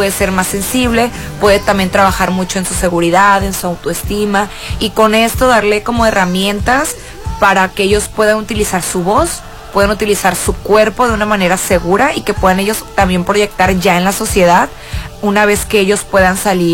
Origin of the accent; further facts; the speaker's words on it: Culiacán, Sinaloa, Mexico; Para mí es mucho orgullo poder decir, soy de Culiacán, pero ser de Sinaloa, yo lo represento de mil y unas formas.